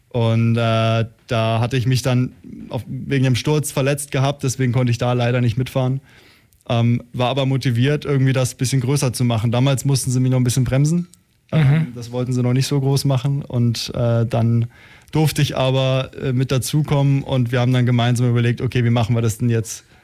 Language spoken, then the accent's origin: German; Baden-Württemberg, Germany; moved away as an adult; now in Ulm, Germany; Ich komme aus der Nähe von Freiburg